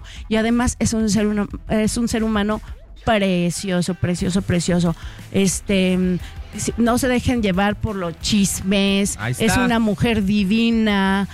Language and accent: Spanish; Mexico; tengo parte de muchas partes del mundo. Así que, y así somos. Los mexicanos somos una mezcla de tantas culturas.